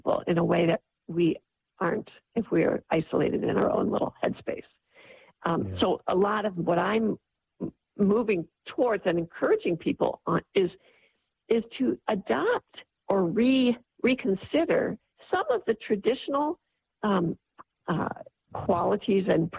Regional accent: Midwest, United States; Especially I grew up in the Midwest, you know, that wasn't like a normal thing to do.

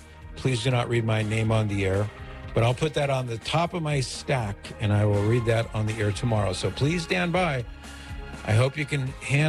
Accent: Mission Viejo, California, United States; And that's just down the street from where I grew up in Mission Viejo

